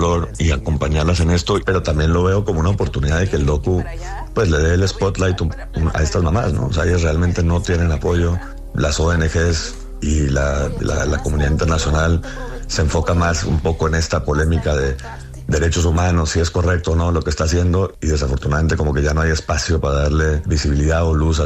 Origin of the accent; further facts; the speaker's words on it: Colombia; now in Mexico; como Colombia, de donde soy, o de México, donde vivo